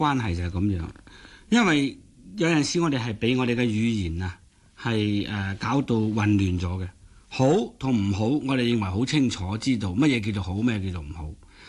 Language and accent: Chinese; China; 我們中國人一路下來呢是沒有軍權神授這個的意念在這裡